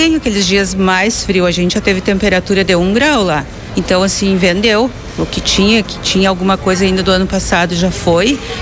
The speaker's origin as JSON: {"language": "Portuguese", "town": "Segredos", "country": "Brazil", "said": "sou da cidade de Segredos."}